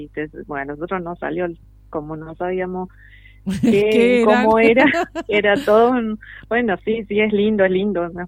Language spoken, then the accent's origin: Spanish; Misiones, Argentina; now in Tolhuin, Argentina; Nosotros con mi esposo somos de Misiones.